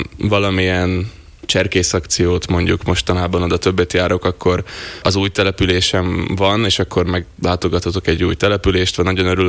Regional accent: Košice, Košice Region, Slovakia; így kassaiak mindig úgy vettük, hogy ugye én már Kassán születtem, hogy mi valahogy ilyen kettő közt ilyen simább tájszólást beszélünk

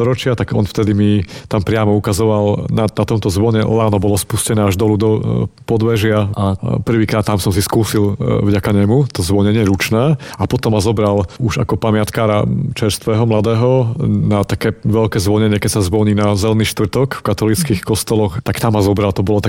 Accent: Košice, Košice Region, Slovakia; Ja som mal to šťastie ako Košičan, že som vtedy končil vysokú školu v Trnave

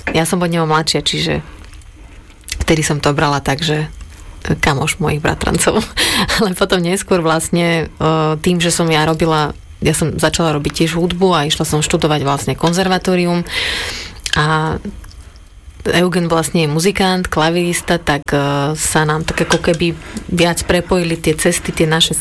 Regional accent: Bratislava, Bratislava Region, Slovakia; Narodila som sa v Bratislave od malička, vlastne žijem v hlavnom meste, čiže som taká, akože som taký mestský typ. V podstate som zvyknutá na ruch mesta. Vyrastala som v paneláku so svojimi rodičmi a so svojou staršou sestrou

